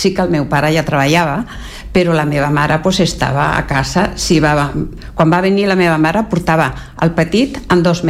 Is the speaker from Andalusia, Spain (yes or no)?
yes; Puente Genil, Andalusia, Spain; born there; dos barris, un que és d'on jo vaig néixer, que abans pertanyia a Sevilla, que es diu Miragenil. I jo vaig néixer a Miragenil.